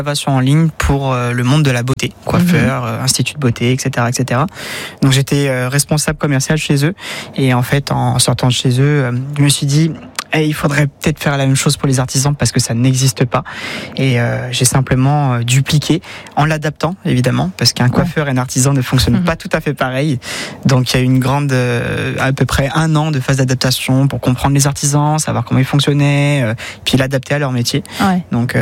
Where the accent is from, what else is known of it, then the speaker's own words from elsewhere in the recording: Auvergne-Rhône-Alpes, France; also born or lived in Andrézieux-Bouthéon / Saint-Just-Saint-Rambert; je vais rester dans la Loire, parce que du coup, je suis né dans la Loire. J'ai toujours vécu entre Andrézieux, Saint-Just-Arambert, Saint-Marcellin-en-Forêt aujourd'hui, où j'ai acheté ma petite maison